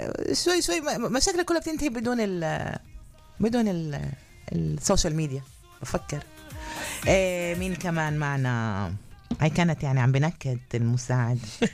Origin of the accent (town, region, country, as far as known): Jerusalem, Palestine